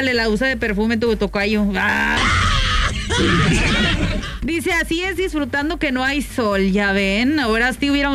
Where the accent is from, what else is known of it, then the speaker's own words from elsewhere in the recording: Altamira, Tamaulipas, Mexico; los que somos de Altamira vamos a entender ese olor exótico, de la maseca como a las 7:30 de la mañana.